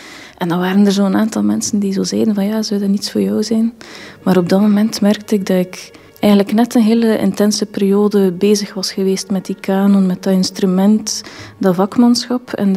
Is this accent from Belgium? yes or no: yes; Belgium; Natuurlijk, als Belg kunnen we er bijna van uitgaan dat de zaal wel heel supportive is.